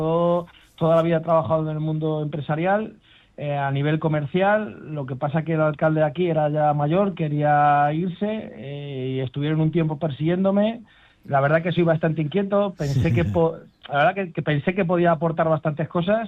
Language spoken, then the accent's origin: Spanish; Extremadura, Spain; pensando en mi pueblo